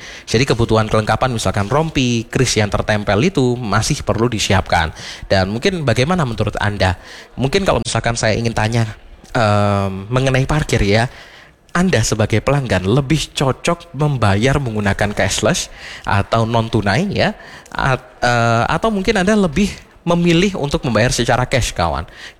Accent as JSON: {"language": "Indonesian", "town": "Malang", "region": "East Java", "country": "Indonesia", "said": "sebagai warga Kota Malang"}